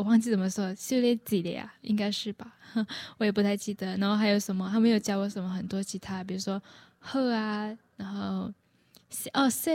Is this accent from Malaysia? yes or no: yes; Malaysia; now in Taiwan; 很多人都说可能马来西亚人就是生活在一个多元民族的种族，比如说我们从小就要学中文、马来文跟英文嘛，然后当然还有自己家里的方言，像我爸是客家人，然后我妈是福建人，但我两边语言都不太会